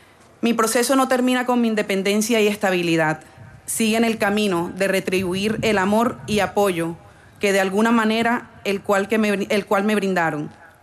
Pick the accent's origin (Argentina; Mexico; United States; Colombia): Colombia; moved away as an adult; Soy colombiana. Con 48 años. Llegué hace 3 años dejando a mi familia y a mi hijo